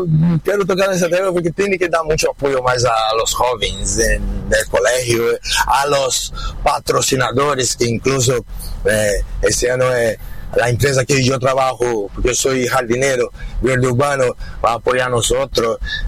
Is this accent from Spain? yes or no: no; Brazil; Yo soy brasileño, a mí me gusta fútbol también.